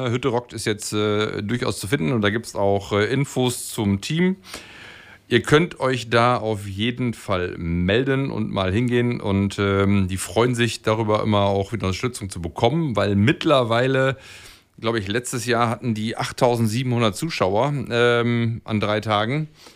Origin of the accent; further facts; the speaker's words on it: Emsdetten, North Rhine-Westphalia, Germany; Ich komme selber aus Emstetten, wir haben auch ein Umsonst- und Draußen-Festival.